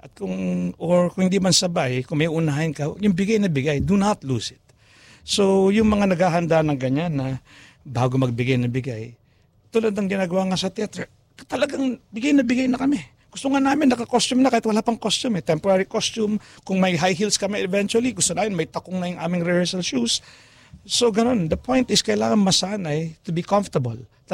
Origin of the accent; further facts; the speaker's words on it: Tarlac, Central Luzon, Philippines; Ako, taga-Tarlac ako, nagkakapangbangan ako, nag-Ilocano ako.